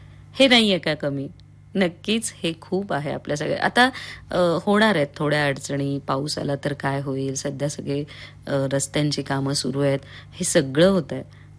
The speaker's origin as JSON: {"language": "Marathi", "town": "Nashik", "region": "Maharashtra", "country": "India"}